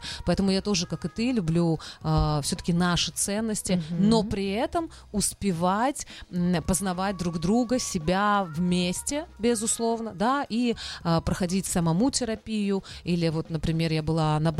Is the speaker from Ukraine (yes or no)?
yes; Odesa, Odesa Oblast, Ukraine; now in Israel; я из Украины, да, из Одессы